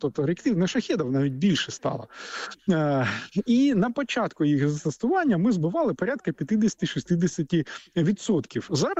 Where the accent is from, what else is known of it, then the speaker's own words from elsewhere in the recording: Sumy, Sumy Oblast, Ukraine; moved away; моє рідне місто Суми, в якому я був геть недавно.